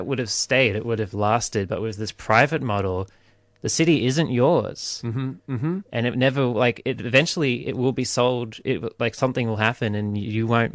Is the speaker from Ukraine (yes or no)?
no; Sydney, New South Wales, Australia; a good example, because I'm from Sydney, is Redfern.